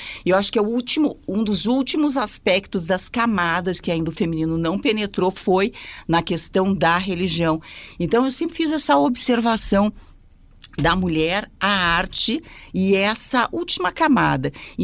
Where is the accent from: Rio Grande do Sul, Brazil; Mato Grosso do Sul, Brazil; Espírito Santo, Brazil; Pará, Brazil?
Rio Grande do Sul, Brazil; Porto Alegre; Eu sou do Rio Grande do Sul, de Porto Alegre